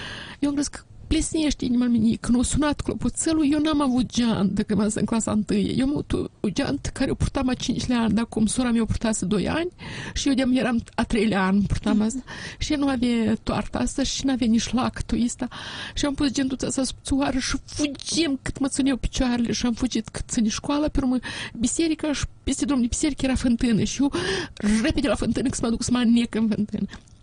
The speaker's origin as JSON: {"language": "Romanian", "town": "Chirileni", "region": "Ungheni District", "country": "Moldova", "tie": "born or raised there", "moved": "yes", "said": "din Chirileni"}